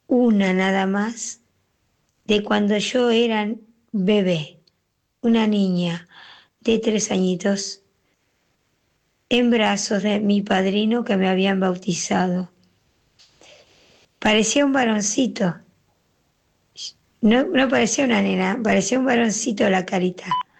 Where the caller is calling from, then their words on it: Buenos Aires, Argentina; de Capital.